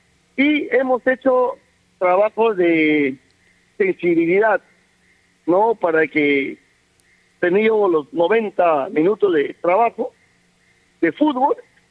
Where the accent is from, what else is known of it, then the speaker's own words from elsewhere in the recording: Tabalosos, San Martín, Peru; tanto como mi pueblo de Tabalosos y tanto como mi pueblo de Lama.